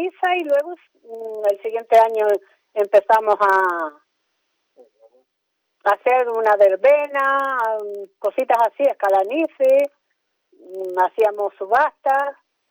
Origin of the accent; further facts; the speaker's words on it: Santa Brígida, Canary Islands, Spain; moved away as an adult; now in El Faro, Spain; No, yo soy de Pino Santo